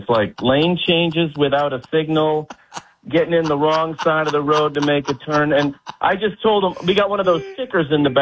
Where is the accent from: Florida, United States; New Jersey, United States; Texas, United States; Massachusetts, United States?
Massachusetts, United States; Boston; And when I grew up in Boston, you know, I didn't have a car. I had a bike.